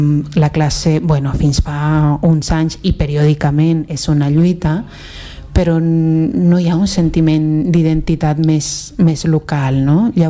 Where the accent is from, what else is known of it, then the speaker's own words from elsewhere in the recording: Santa Cruz, Bolivia; Catalan is a second language; moved away as an adult; now in Catalonia, Spain; al poble, perquè jo vaig educar bona part de la meva vida en poble, estaven al costat d'una població a la reserva de l'Amboró, que és una reserva importantíssima a part de l'Amazones, el meu poble és la porta a aquesta reserva